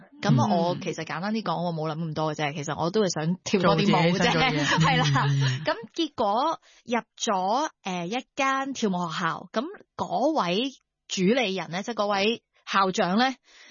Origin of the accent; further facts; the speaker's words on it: Canada; now in Hong Kong; 其实我细个喺加拿大嘅时候係歌唱比赛出身啦，然之后已经喺本地嘅一啲电视台做主持。